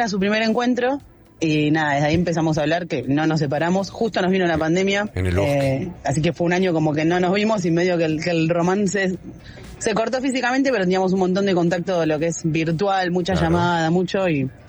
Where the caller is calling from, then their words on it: Barracas, Buenos Aires, Argentina; de Barracas.